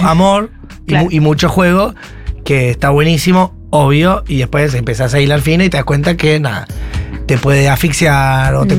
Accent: Rosario, Santa Fe, Argentina; Yo soy rosarino, tengo una familia de payasos

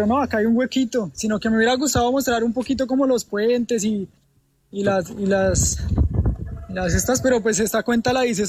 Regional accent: Colombia; now in South Korea; Pa, Corea del Sur, yo soy del Colombia

